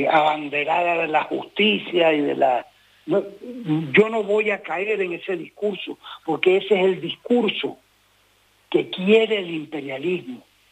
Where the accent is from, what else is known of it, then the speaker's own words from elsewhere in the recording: Venezuela; A mí, como venezolano, me ponen los pelos de punta